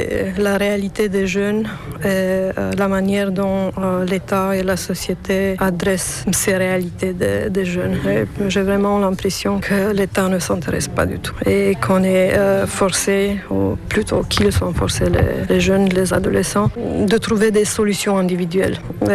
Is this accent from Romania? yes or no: yes; Romania; moved away as an adult; also born or lived in Lyon, France / Paris, France; c'était un peu compliqué pour un étudiant roumain de déménager, de partir de la Roumanie.